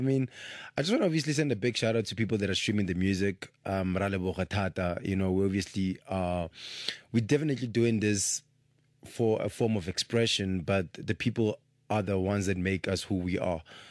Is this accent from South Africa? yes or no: yes; Limpopo, South Africa; I'm from Limpopo. I'm from a place where even if I take you to the shops, you'll literally hear the sound, you know.